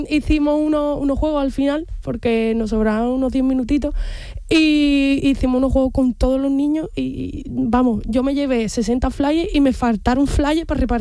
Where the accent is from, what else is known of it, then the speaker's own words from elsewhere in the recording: Andalusia, Spain; De ellos, somos 126 andaluces.